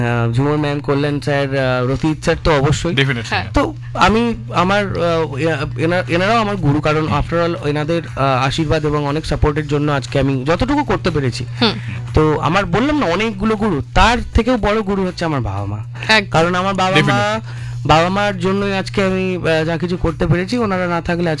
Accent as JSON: {"language": "Bangla", "town": "Andul", "region": "West Bengal", "country": "India", "said": "আমার বাড়ি আন্দুল, আন্দুল থেকে আমি বেহালায় যেতাম"}